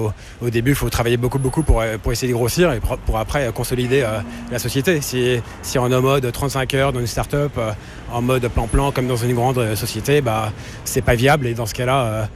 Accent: France; maintenant, on est devenu assez pauvre, voilà, en tant que Français.

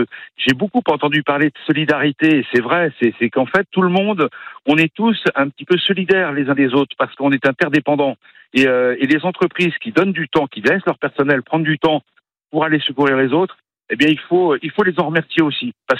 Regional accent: Cossé-le-Vivien, Pays de la Loire, France; On a un fournisseur qui s'appelle Brett Agri à Cossé-le-Vivien, puisque je suis de Cossé

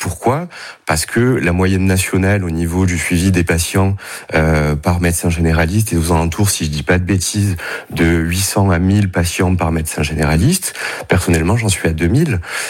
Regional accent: Martigues, Provence-Alpes-Côte d'Azur, France; born there; Bon, je suis né à Martigues, je travaille sur Martigues

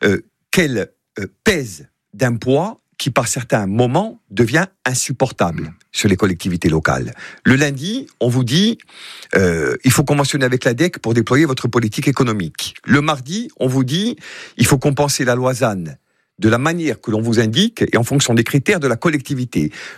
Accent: Corsica, France; et tout simplement en tant que Corse

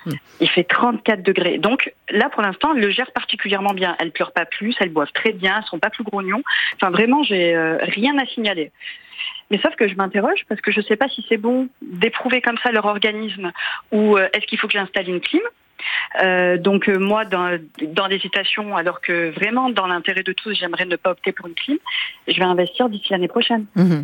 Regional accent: south of France, France; now in Paris, France; J'ai grandi sans clim, dans le sud de la France, j'allais beaucoup en Afrique du Nord

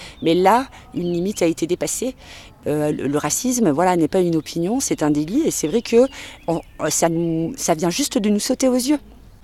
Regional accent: Espaly-Saint-Marcel, Auvergne-Rhône-Alpes, France; born or raised there; now in Le Puy-en-Velay, France

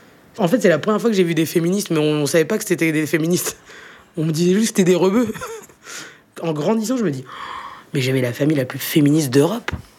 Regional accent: France; Je pense qu'on est français et on est algérien et c'est une force et c'est une richesse

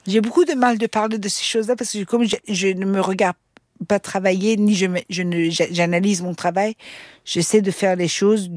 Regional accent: Austria; first language Persian; French is a second language; Je dis, moi, je parlais le persan, mes parents, ils m'ont mis dans une école francophone, après j'ai grandi en Autriche

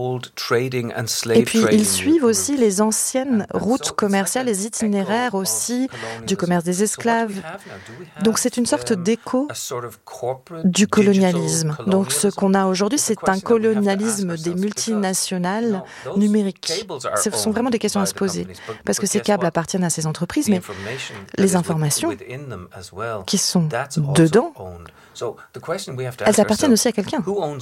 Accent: Ireland; French is a second language; Je viens d'Irlande. On a vécu le colonialisme d'une façon très profonde.

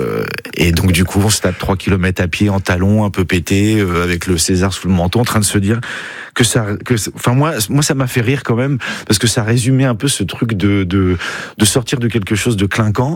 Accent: Saint-Étienne-du-Rouvray, Normandy, France; also born or lived in Mont-Saint-Aignan; Oui, je suis né à Mont-Saint-Aignan et j'ai grandi à Saint-Étienne-du-Rouvray.

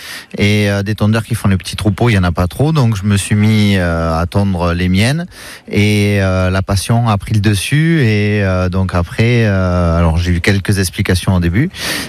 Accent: Raphèle-lès-Arles, Provence-Alpes-Côte d'Azur, France; moi je suis originaire de Raphaël, ça fait partie de la commune d'Arles.

